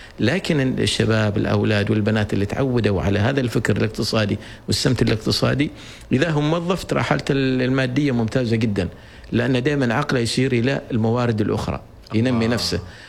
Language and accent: Arabic; Oman; أني أنا عماني وابن هذا البلد ولدت في هذا البلد